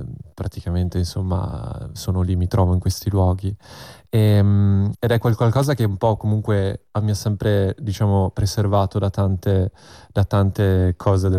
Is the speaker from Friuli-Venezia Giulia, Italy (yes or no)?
yes; Friuli-Venezia Giulia, Italy; io sono cresciuto, sono nato e cresciuto in Carnia, ho sempre vissuto lì, che è un luogo prettamente molto desolato, no?